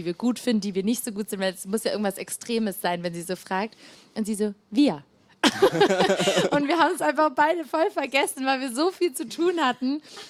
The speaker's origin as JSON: {"language": "German", "town": "Tübingen", "region": "Baden-Württemberg", "country": "Germany", "said": "Wir kommen hier aus Tübingen, sind beste Freundinnen seit 18 Jahren."}